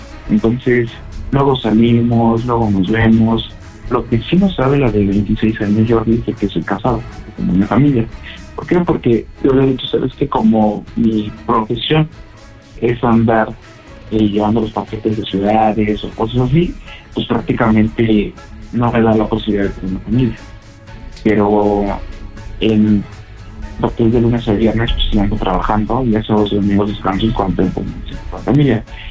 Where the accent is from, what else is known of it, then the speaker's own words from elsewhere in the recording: Coahuila, Mexico; Claro, tengo lo que son 30 años y soy de aquí de Coahuila.